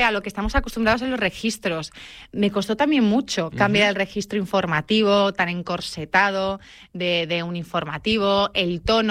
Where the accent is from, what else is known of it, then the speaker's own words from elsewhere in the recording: Andalusia, Spain; accent: Andalusian; muy de mi tierra, la gente de mi tierra con ese acento andaluz maravilloso dice, niña, pero sonríe un poco